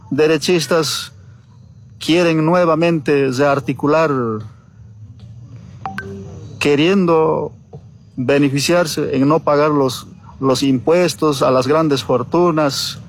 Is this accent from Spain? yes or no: no; Bolivia; como originarios, como bolivianos